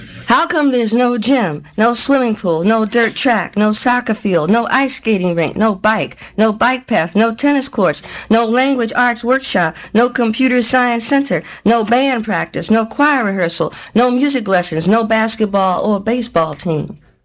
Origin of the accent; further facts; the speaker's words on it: Brooklyn, New York, United States; but I'm black, and I come from Brooklyn, and I grew up fighting, and I grew up and I got out of Brooklyn